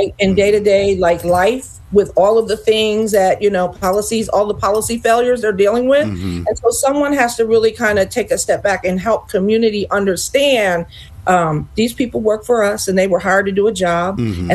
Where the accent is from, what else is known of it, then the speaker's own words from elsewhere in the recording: Montgomery County, United States; I come from Montgomery County.